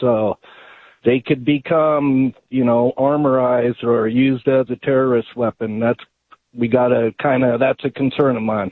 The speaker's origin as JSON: {"language": "English", "region": "Oregon", "country": "United States", "tie": "born or raised there", "said": "I grew up in Central Oregon, a native of Oregon."}